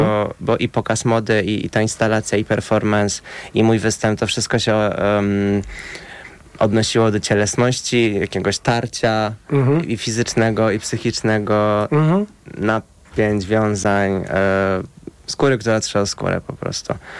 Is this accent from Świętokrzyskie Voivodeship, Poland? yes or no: yes; Kielce, Świętokrzyskie Voivodeship, Poland; born or raised there